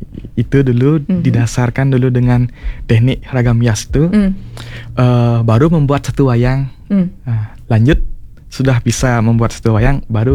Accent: Bali, Indonesia; kita orang Bali

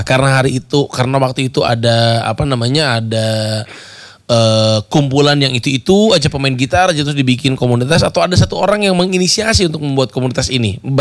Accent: Bandung, West Java, Indonesia; Enggak, bukan. Saya orang Bandung, cuman lumayan cukup sering lah ke sana.

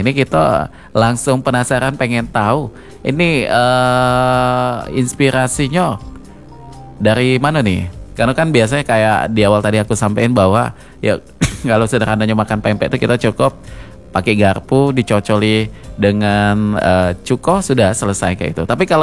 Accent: Palembang, South Sumatra, Indonesia; di kota asal kita Palembang

